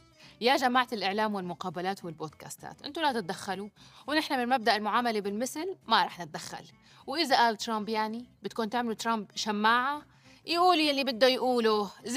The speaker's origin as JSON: {"language": "Arabic", "country": "Syria", "said": "أنا سورية"}